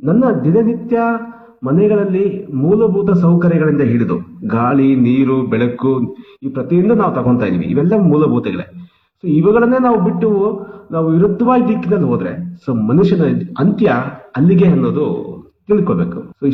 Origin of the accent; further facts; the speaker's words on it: Kolar, Karnataka, India; ನಾನು ಮೂಲತಃ ಕೋಲಾರ.